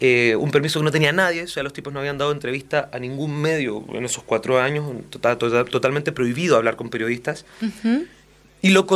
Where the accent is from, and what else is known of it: Chile